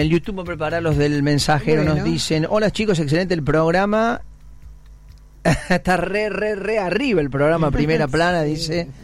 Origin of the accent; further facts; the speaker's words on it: Hernandarias, Entre Ríos, Argentina; en mi pueblo somos 11.000 habitantes, Hernandarias, en Entre Ríos, nos conocemos todos.